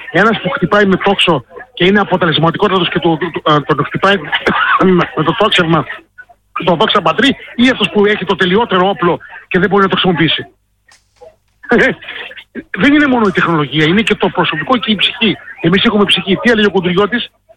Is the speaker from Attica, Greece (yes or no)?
no; Kastellorizo, South Aegean, Greece